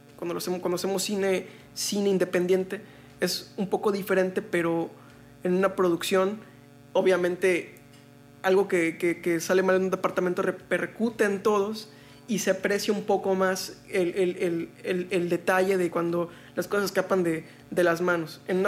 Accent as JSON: {"language": "Spanish", "town": "Ciudad del Carmen", "region": "Campeche", "country": "Mexico", "said": "Soy Ciudad del Carmen."}